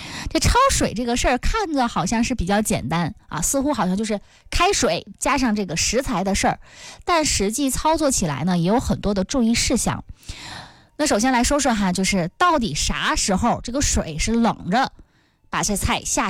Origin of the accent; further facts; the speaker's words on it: Yingkou, Liaoning, China; 还有就是我们东北人，我们营口人爱吃的盐水虾